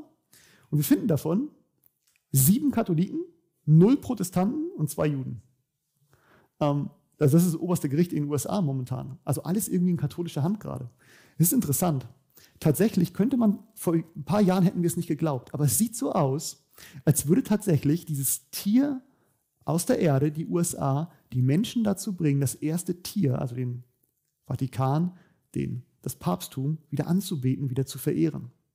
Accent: Germany

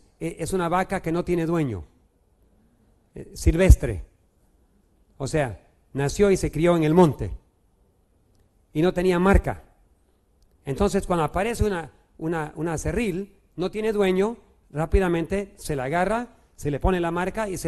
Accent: Beni, Bolivia; cuando me crié en el Beni

